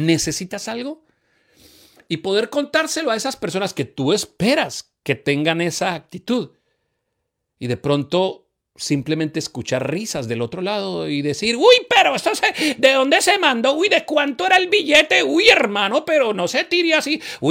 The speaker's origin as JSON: {"language": "Spanish", "region": "Santander", "country": "Colombia", "said": "nosotros como colombianos, como santanderianos"}